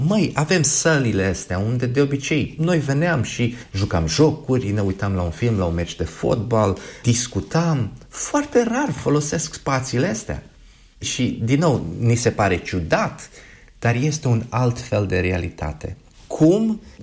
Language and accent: Romanian; Romania; now in United Kingdom; Mai ales ca români, îmi aduc aminte când eram copil, cum te sărutau părinții sau bunicii sau bătrânele de la sat.